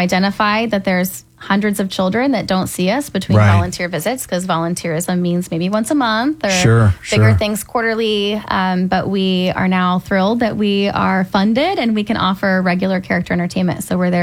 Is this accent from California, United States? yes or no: yes; California, United States; now in Ohio, United States; I'm from California. And then we moved out to Ohio